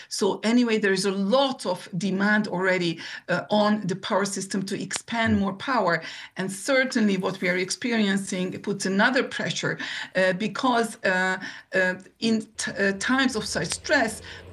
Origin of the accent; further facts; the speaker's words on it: Hungary; I'm from Hungary